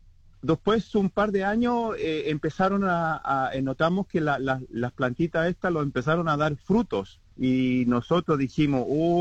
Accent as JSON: {"language": "Spanish", "country": "Chile", "said": "Nosotros somos de Chile, así que dijimos, vamos a hacer algo chileno."}